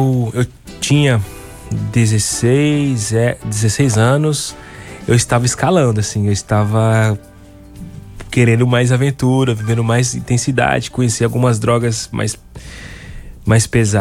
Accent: Santa Bárbara, Minas Gerais, Brazil; Eu sou natural de Minas Gerais, eu fiquei lá perto de Ouro Preto, uma cidade pequenininha chamada Santa Bárbara. Do ladinho de Mariana, cidade universitária, muito jovem, muita festa, muita bebida, muito álcool mineiro.

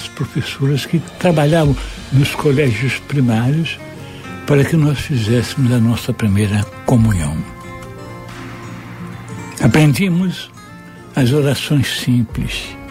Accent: Rio de Janeiro, Brazil; Eu fui criado em Cordovil, na rua Rego Monteiro

